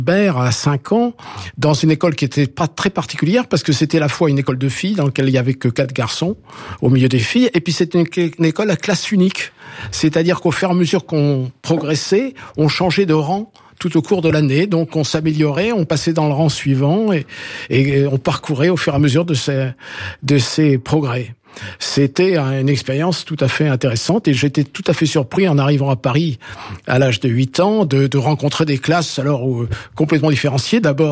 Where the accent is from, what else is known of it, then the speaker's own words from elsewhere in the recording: Algiers, Algiers Province, Algeria; now in Corsica, France; J'ai passé ma petite enfance dans le quartier populaire de Bab El Oued à Alger